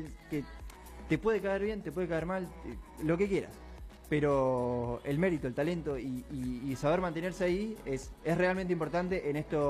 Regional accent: Argentina

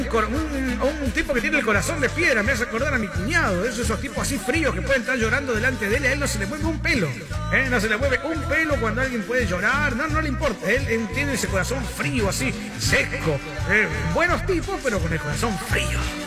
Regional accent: Cipolletti, Río Negro, Argentina; born there; Soy local aquí, yo acá en Cipo soy local, tenemos la hermanita, tenemos amigos, tenemos de todos tantos años que hemos vivido por aquí, obvio, soy uno más de acá, soy uno más

